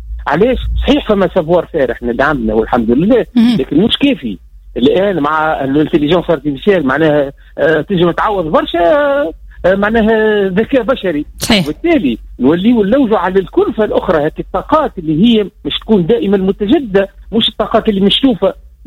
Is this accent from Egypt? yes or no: no; Tunisia